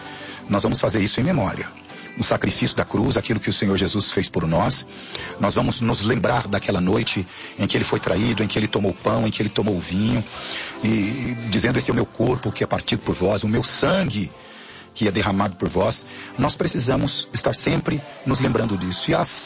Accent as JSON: {"language": "Portuguese", "country": "Brazil"}